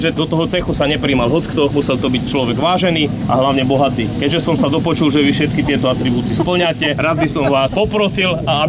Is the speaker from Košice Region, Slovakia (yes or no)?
yes; Medzev, Košice Region, Slovakia